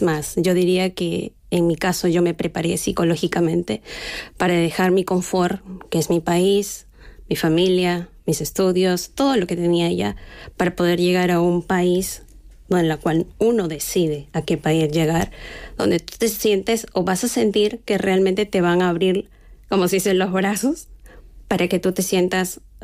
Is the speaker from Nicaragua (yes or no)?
no; Lima, Peru; moved away as an adult; now in Spain; Soy de Lima, de la capital.